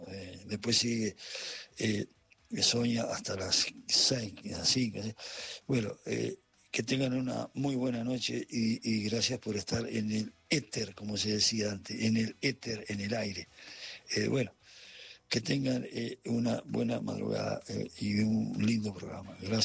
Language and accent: Spanish; Punta Alta, Buenos Aires Province, Argentina; les deseo una muy buena madre noche desde acá de mi terruño … de mi terruño acá en el sur de la provincia de Buenos Aires, Punta Alta.